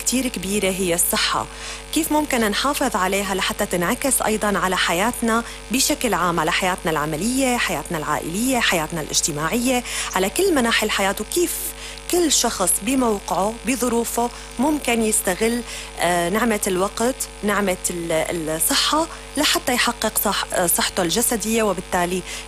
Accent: Syria; احنا كشعب سوري

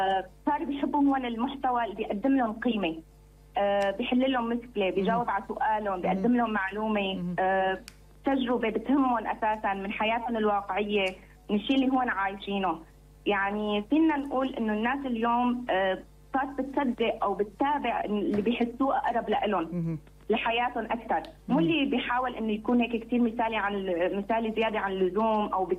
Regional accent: Syria; عندنا بسوريا

